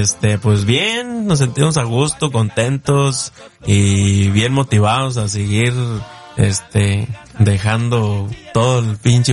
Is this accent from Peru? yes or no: no; Michoacán, Mexico; now in Perris, United States; ahí vivemos, ahí vivimos, pero somos de Michoacán